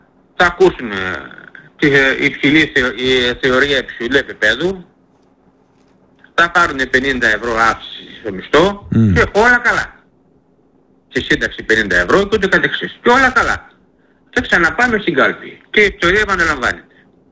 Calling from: Greece

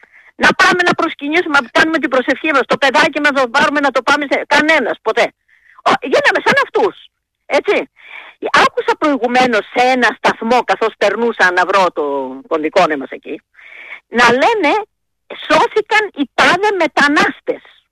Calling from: Greece; έχουμε κοντή μνήμη οι Έλληνες.

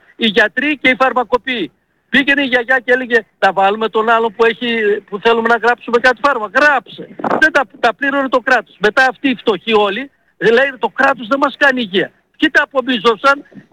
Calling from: Thessaloniki, Central Macedonia, Greece; Εδώ, Θεσσαλονίκη μιλάω.

